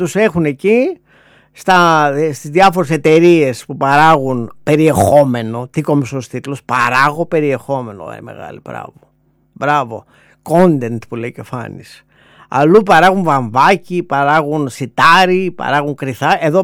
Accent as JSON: {"language": "Greek", "town": "Thessaloniki", "region": "Central Macedonia", "country": "Greece", "said": "επειδή ήμουν από Θεσσαλονίκη"}